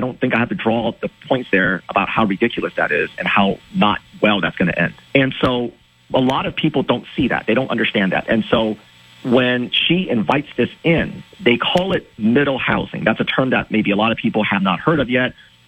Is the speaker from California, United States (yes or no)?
yes; California, United States